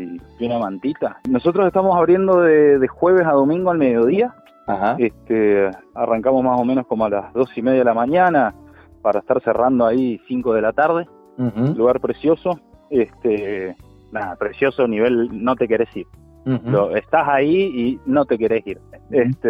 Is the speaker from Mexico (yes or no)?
no; Mendoza, Argentina; como mendocino te digo